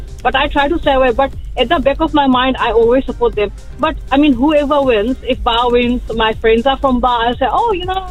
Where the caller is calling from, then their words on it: Central Division, Fiji; I am from Rewa.